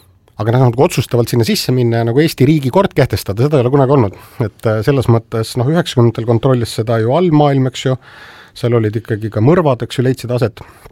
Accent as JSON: {"language": "Estonian", "region": "Saare County", "country": "Estonia", "tie": "born or raised there", "said": "Viktor Kingissepp, eks ju, nii-öelda minu kodusaarelt pärit, eks ju, selline erakordselt ebaõnnestunud monument, mille Saaremaa kommunistid paigutasid veel 87. aastal vist."}